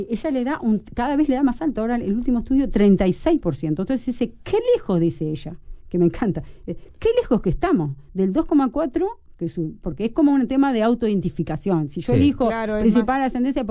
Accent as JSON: {"language": "Spanish", "region": "Paysandú", "country": "Uruguay", "tie": "born there", "said": "Yo nací en Paysandú, en la ciudad"}